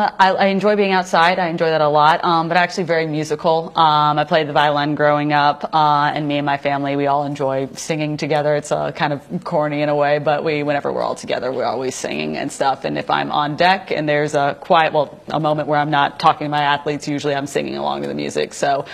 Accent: Maine, United States; also born or lived in Manhattan, New York; me growing up in Maine, we are very stubborn people, and we like to do things that go against the trends.

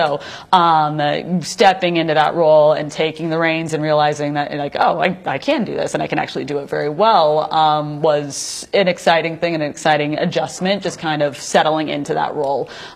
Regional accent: Maine, United States; also born or lived in Manhattan, New York; me growing up in Maine, we are very stubborn people, and we like to do things that go against the trends.

